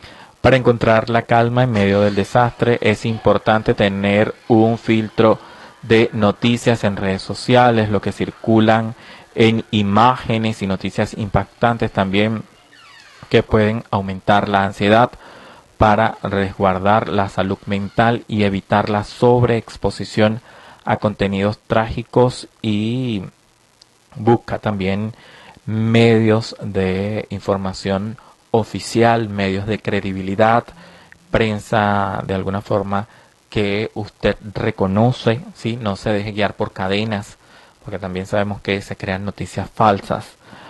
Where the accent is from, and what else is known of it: Venezuela